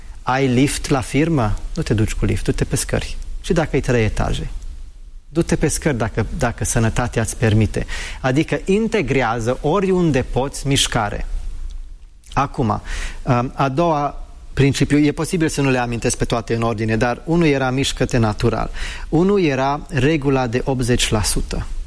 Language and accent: Romanian; United Kingdom; first language en; Romanian is a second language; Eu am crescut în Marea Britanie și fiind crescut acolo, vorbitor nativ, asta e și prima limbă, poate se simte de ce nu vorbesc corect, total corect română.